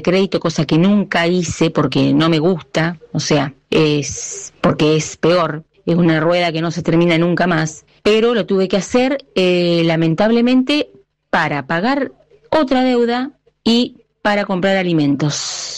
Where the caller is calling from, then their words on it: Santa Fe, Argentina; Soy de Santa Fe